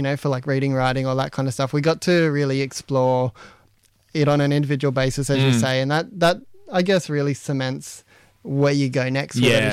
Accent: Katherine, Northern Territory, Australia; now in Sydney, Australia; I'm a Wiradjuri fella. I grew up in Katherine in the Northern Territory, but my mum were around Narromine, Dubbo area. I'm a writer, presenter, living here in Sydney.

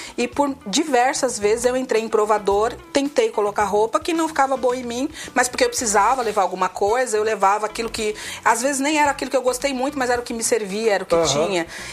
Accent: São Paulo, Brazil; now in Santo André, Brazil; A gente morava junto na Zona Leste.

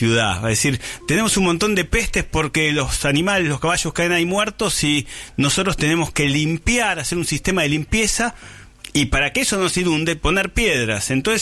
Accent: Mar del Plata, Buenos Aires Province, Argentina; Pasé mi adolescencia en Mar del Plata en Sobremonte.

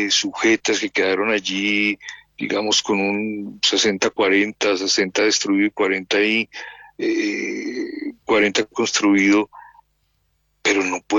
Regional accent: Colombia; como buenos colombianos, gente pujante, gente berraca, nos ayudamos unos entre otros

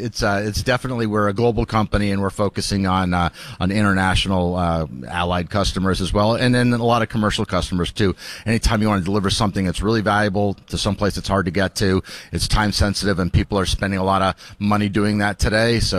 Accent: Colorado Springs, Colorado, United States; Colorado Springs, Colorado.

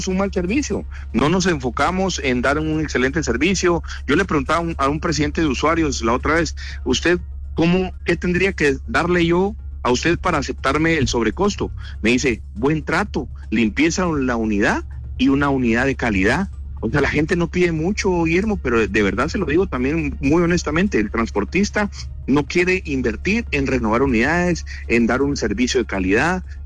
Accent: Guatemala; único que no es rígido son los costos de los extranjeros que nos imponen aquí a los guatemaltecos, y somos los guatemaltecos los que pagamos las utilidades de estos extranjeros que vienen aquí a Guatemala

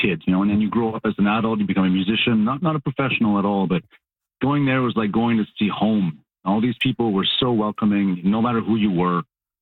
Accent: Quebec, Canada; born there; now in Beaumont, Canada; having to drag my mother from the eastern townships to go up there.

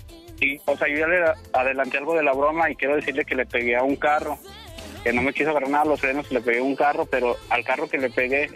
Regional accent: León, Guanajuato, Mexico; born there

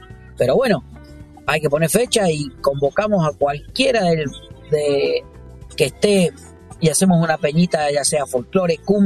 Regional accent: Mendoza, Argentina; now in Río Cuarto, Argentina; un mendocino querenciado en Río Cuarto.

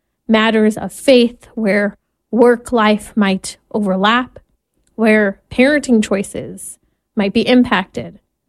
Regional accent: United States

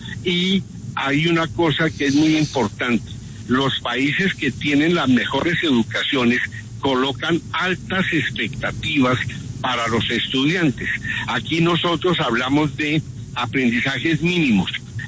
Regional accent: Colombia

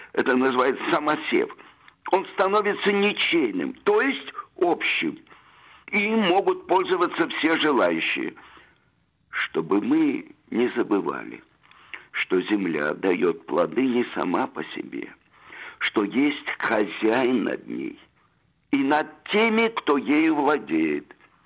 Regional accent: Odesa, Odesa Oblast, Ukraine; born there; also born or lived in Saint Petersburg, Russia / Moscow, Russia; в Одессе, в которой я родился, или в Питере, где я учил режиссуру, или в Москве, где я жил и работал в театрах

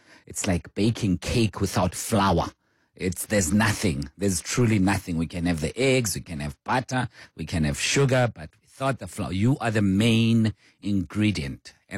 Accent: South Africa; And that's simply because I am South African through and through and through and through.

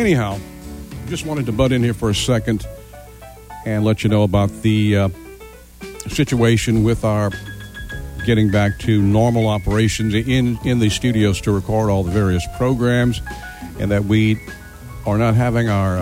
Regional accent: New Iberia, Louisiana, United States; I actually enjoy being here in New Iberia, my hometown. I just live. I can walk here in about 10 minutes.

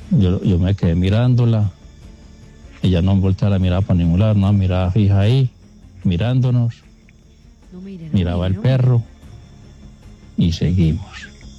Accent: Remedios, Antioquia, Colombia; Yo soy de acá, de Remedios, Antioquia. Remedios.

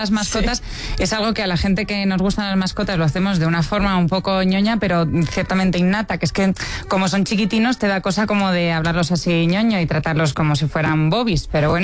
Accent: Spain; Bueno, los españoles somos muy españoles y muy de tener mascotas.

